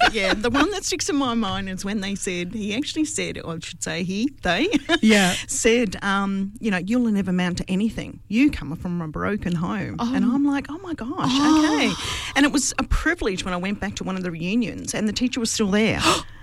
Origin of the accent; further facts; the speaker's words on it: Logan, Queensland, Australia; I grew up in a poor home, a poor environment. Mm. A single mum, five kids. And growing up in Logan, I mean, it was great growing up around here.